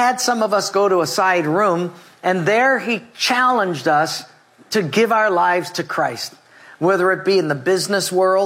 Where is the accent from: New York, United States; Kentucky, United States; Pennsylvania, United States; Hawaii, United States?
Hawaii, United States; born there; moved away as an adult; also born or lived in Japan